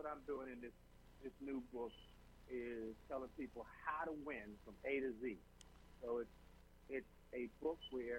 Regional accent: Washington, District of Columbia, United States; I grew up in Washington, D.C., and yeah. I still live there.

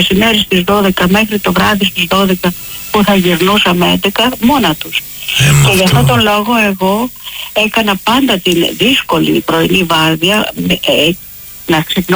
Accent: Greece; Σας ακούω και συγκινούμε πάρα πολύ την πατρίδα μου, την Ελλάδα.

